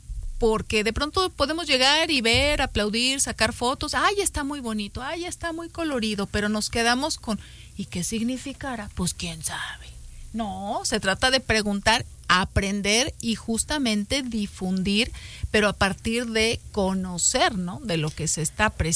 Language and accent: Spanish; Mexico